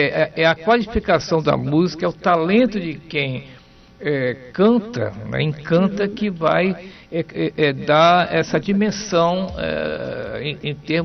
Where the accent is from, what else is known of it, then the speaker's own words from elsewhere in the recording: Belém, Pará, Brazil; born there; Eu também nasci na Santa Casa de Misericórdia.